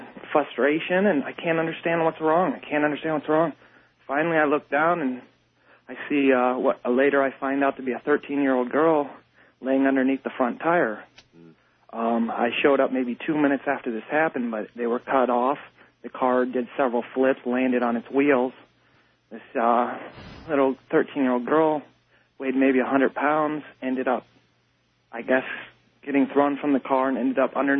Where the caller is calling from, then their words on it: Akron, Ohio, United States; I'm calling out of Akron, Ohio, WTAM 1100.